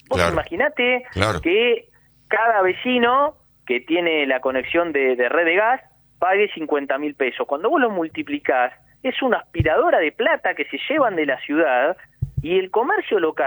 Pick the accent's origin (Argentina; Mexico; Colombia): Argentina; la verdad es que te indigna como argentino